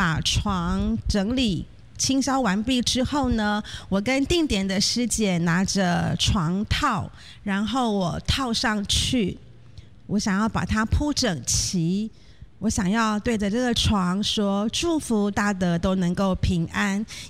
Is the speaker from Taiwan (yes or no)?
yes; Da'an District, Taipei, Taiwan; 我是来自于大安区